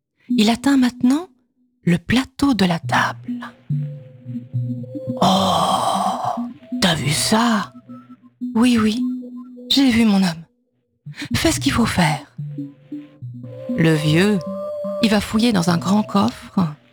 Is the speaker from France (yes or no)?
no; Namur, Wallonia, Belgium; oui, donc je viens de Namur.